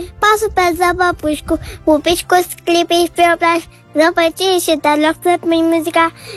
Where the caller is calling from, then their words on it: Bacău, Bacău County, Romania; din Bacău, am aproape 6 ani